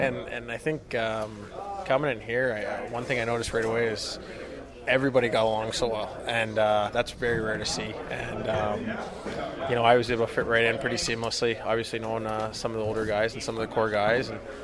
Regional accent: Vancouver, British Columbia, Canada; growing up in Vancouver, I always look forward to going to Canucks games

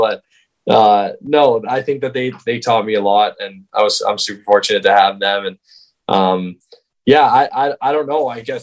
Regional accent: King City, Ontario, Canada; I'm from King City. We have a small local rink just by my house, like maybe a 2-3 minute walk away, actually. It's in the neighborhood.

